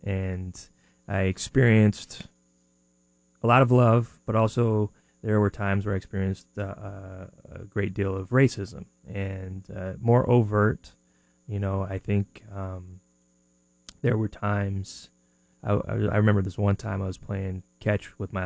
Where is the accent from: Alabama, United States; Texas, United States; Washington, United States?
Washington, United States; Spokane; now in Seattle, United States; growing up in Spokane was definitely a learning experience.